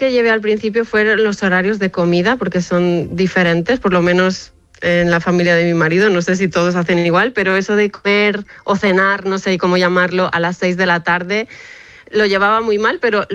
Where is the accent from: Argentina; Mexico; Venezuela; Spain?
Spain; Alicante, Valencian Community; La costa, por ejemplo, aquí, bueno, de donde yo soy, en Alicante, está todo muy construido.